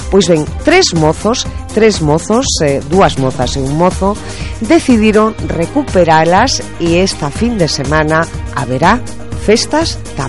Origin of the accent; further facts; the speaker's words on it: Galicia, Spain; as festas populares que forman parte do noso ADN como galegos e galegas